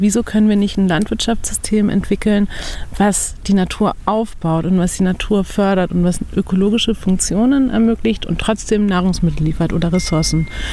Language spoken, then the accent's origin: German; Berlin, Germany; moved away as an adult; also born or lived in Brazil / Spain / Portugal / Chile; in Spanien und in Portugal lange gelebt. Ich habe in Chile meine Doktorarbeit geschrieben, ich habe in Kolumbien lange gelebt. Also ich bin in Berlin groß geworden, aber war dann wirklich lange in der Welt unterwegs.